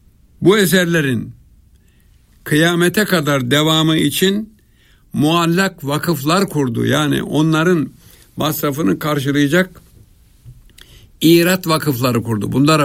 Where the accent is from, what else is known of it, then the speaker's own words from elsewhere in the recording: Istanbul, Turkey; İstanbul'da, ben İstanbul doğumluyum. Arkadaş Kasımpaşalıyım, evet.